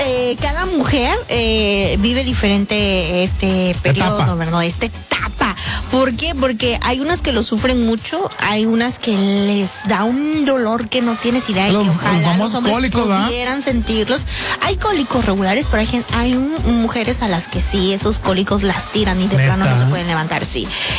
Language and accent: Spanish; Capulálpam de Méndez, Oaxaca, Mexico; moved away; En el pueblo también pasaba y te he contado que teníamos, que tenemos una tiendita así de chiquita allá en Capulalpan.